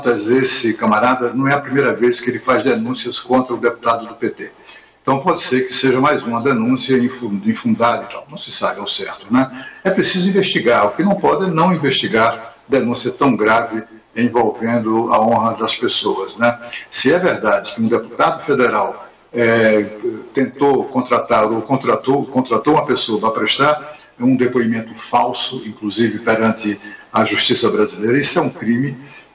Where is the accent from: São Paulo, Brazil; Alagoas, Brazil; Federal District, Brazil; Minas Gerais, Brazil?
Alagoas, Brazil; Eu sou de Alagoas, como deputado, e no estado todos conhecem essa história, né?